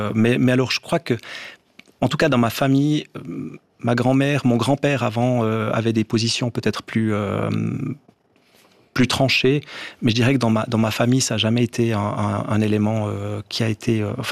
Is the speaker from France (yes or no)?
no; Jura, Switzerland; on est jurassien, on a la même culture, on a le même territoire, la même langue.